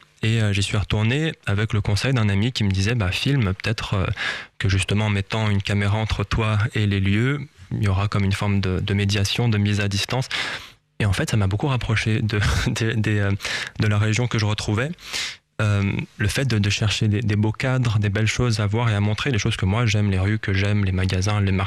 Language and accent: French; France; born there; L'attaquer, c'est donc la ville de mes parents. Moi, je suis né en France, mais mes parents sont tous les deux syriens de l'attaquer, cette ville qui est sur la côte syrienne.